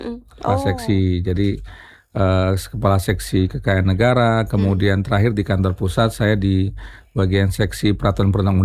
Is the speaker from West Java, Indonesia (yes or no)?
yes; Tasikmalaya, West Java, Indonesia; moved away as an adult; now in Kendari, Indonesia; lahir di Tasikmalaya, kemudian juga besar Tasikmalaya dan ya ketika sudah sekolah sudah lulus, ya ditempatkan di Bandung, kemudian ke Bukit Tinggi